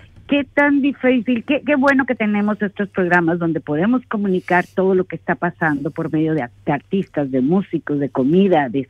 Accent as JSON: {"language": "Spanish", "country": "Mexico", "said": "como buena mexicana sabemos que es la Universidad Nacional de México."}